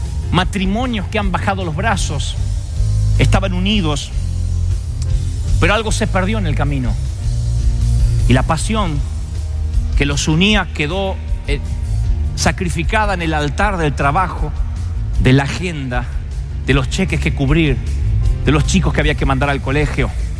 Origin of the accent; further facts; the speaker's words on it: Argentina; Eso porque soy argentino, ¿eh?